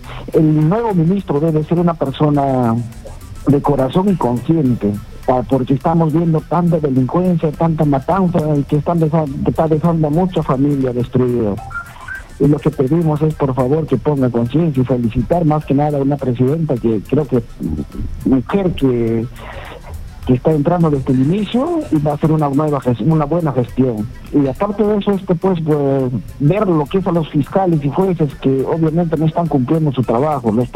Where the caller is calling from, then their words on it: Casma, Ancash, Peru; estoy llamando de acá de Casma, la provincia de Casma, del Eterno Sol.